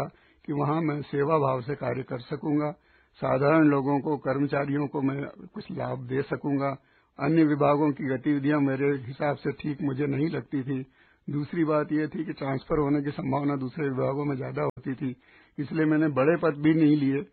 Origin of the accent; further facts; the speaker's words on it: Dhamnod, Madhya Pradesh, India; now in Indore, India